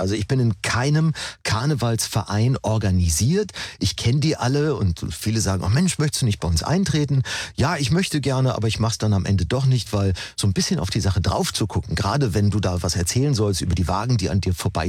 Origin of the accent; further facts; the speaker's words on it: Cologne, North Rhine-Westphalia, Germany; Ja, ich bin eine Kölsche.